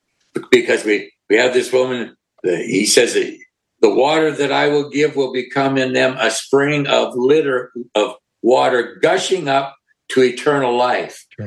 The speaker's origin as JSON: {"language": "English", "region": "Montana", "country": "United States", "tie": "born or raised there", "said": "When I was growing up, I grew up in Montana"}